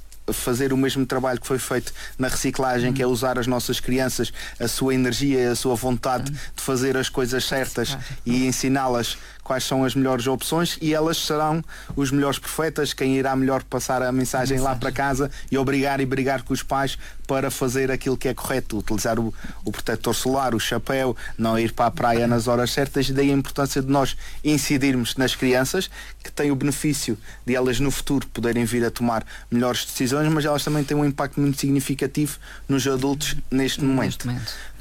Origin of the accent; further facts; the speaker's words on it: Azores, Portugal; moved away; eu vim dos Açores, que eu sou açoriano